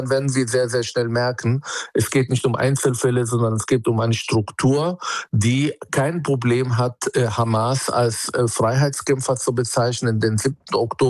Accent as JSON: {"language": "German", "country": "Israel", "said": "auch vor allem als Palästinenser, als Israeli."}